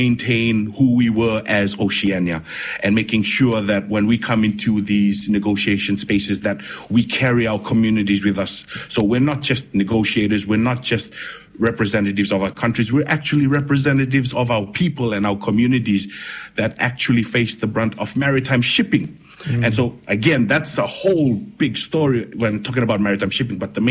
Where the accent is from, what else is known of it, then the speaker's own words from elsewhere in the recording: Fiji; You know, having been born and raised in Fiji, I always yearned for a connection to Rotuma, and I always needed that sort of grounding of who I was as a Rotuman navigating myself in the world.